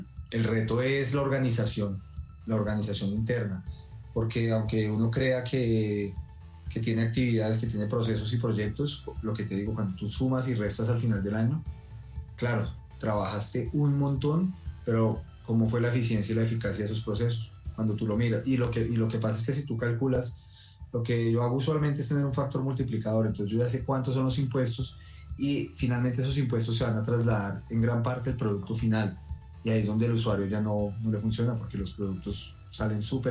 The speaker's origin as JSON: {"language": "Spanish", "country": "Colombia", "said": "nosotros como colombianos"}